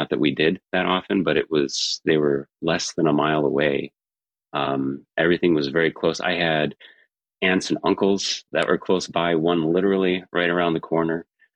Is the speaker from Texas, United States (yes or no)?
no; Freeport, Illinois, United States; So I was born in Wisconsin, spent probably 5 days back to Illinois.